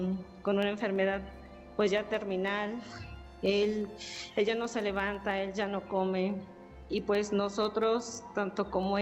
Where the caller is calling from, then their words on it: Maltrata, Veracruz, Mexico; los escuchamos desde aquí de Maltrata, Veracruz.